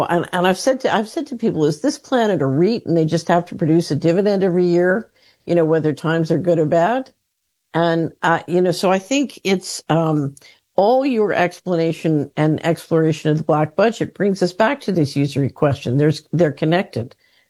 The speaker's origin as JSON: {"language": "English", "town": "Philadelphia", "region": "Pennsylvania", "country": "United States", "tie": "born or raised there", "said": "yeah, I grew up in West Philadelphia."}